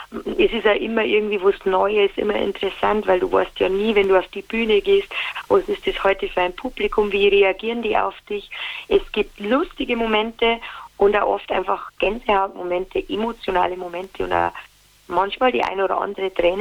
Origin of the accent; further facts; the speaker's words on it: Bavaria, Germany; accent: Bavarian; Heimat und bayerischer Dialekt gehört für mich zusammen, weil Bayern und mein bayerischer Dialekt, das ist meine Heimat, das zeigt mir meine Wurzeln und im bayerischen Dialekt kann ich halt einfach auch so reden, wo sie mir gerade im Moment denke